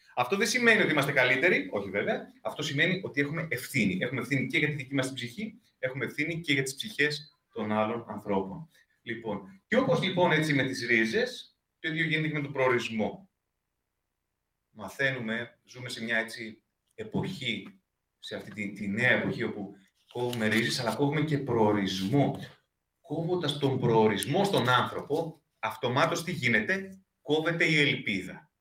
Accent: Greece; σαν Έλληνες εδώ πέρα, σαν Ρωμιοί

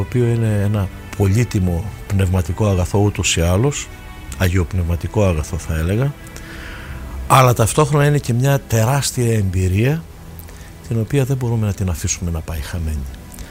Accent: Greece; εμείς οι Έλληνες να αξιοποιήσουμε το μεγάλο δώρο που έχουμε, να είμαστε Έλληνες και Ορθόδοξοι Χριστιανοί.

